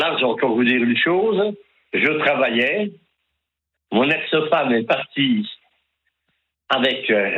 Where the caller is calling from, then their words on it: Dijon, Bourgogne-Franche-Comté, France; Je suis à la Banque alimentaire de Bourgogne, à Dijon.